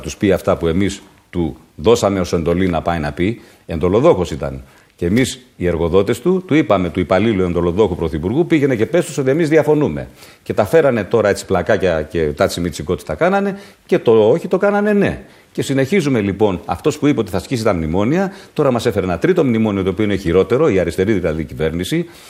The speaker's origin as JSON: {"language": "Greek", "country": "Greece", "said": "Είμαι ένας Έλληνας"}